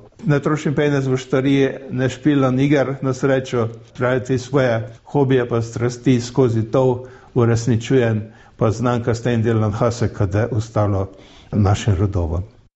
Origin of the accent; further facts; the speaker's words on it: Renkovci, Mura, Slovenia; born there; now in Beltinci, Slovenia; Za Beltinčara, ne vem, če si že lejko razglasim, če gledi, že 30 leti živim, ovak sem jaz, rojen je Renkovčar.